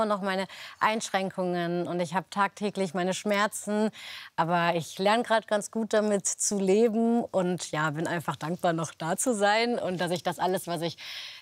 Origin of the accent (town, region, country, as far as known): Cologne, North Rhine-Westphalia, Germany; born there